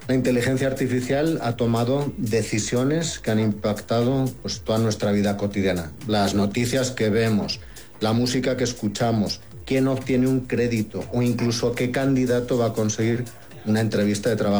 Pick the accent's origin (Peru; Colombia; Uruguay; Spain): Spain; Borja, Aragon; now in Mexico; en Borja, en mi tierra natal, en España.